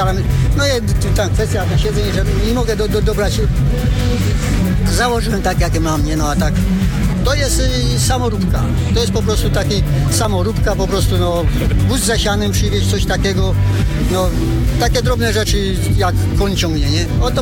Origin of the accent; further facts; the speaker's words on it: Nowy Targ, Lesser Poland, Poland; przyjechałem z Nowego Targu na zlot do pana Ryśka, tutaj na taką Bieszczadzką Bramę